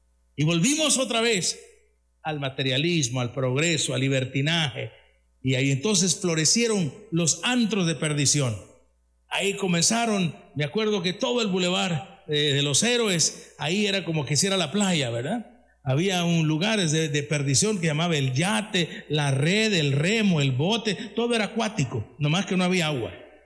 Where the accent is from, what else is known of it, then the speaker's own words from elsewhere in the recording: El Salvador; los salvadoreños somos acuciosos, los salvadoreños somos campeones, los salvadoreños somos indómitos